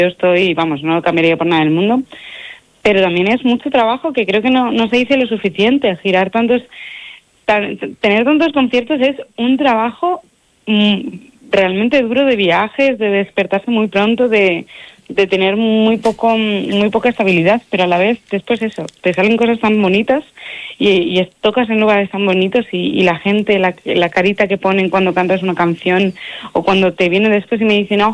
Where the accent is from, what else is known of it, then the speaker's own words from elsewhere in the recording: Martiago, Castile and León, Spain; es que realmente mi pueblo es Martiago, está realmente alejado de España en general, está al lado de Portugal, en la raya, por esa zona, y es difícil volver allí del todo.